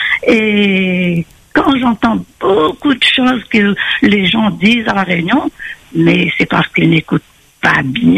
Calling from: France

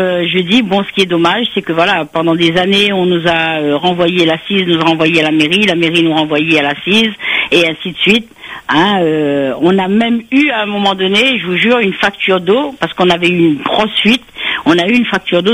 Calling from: Réunion, France; On est à Moka, on est au chemin Moka

